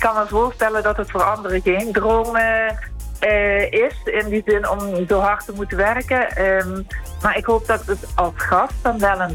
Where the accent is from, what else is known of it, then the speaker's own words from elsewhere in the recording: Netherlands; now in Paros, Greece; Nederland is natuurlijk nog altijd mijn, ook mijn thuisland. Mijn tweede, hoe je het noemen wilt. Ik probeer van allebei de landen het beste mee te pikken.